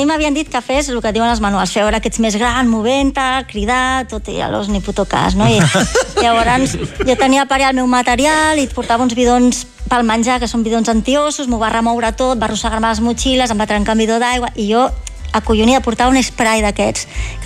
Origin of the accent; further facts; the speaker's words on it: Catalonia, Spain; Els dos que hi ha som catalans, no?